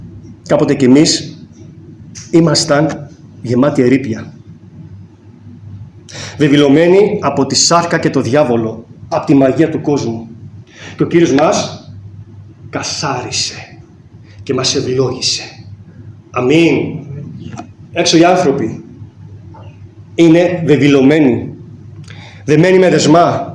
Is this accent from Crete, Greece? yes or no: no; Rhodes, South Aegean, Greece; είτε εδώ στη Ρόδο, καθώς είμαι, μιας και είμαι Ροδίτης.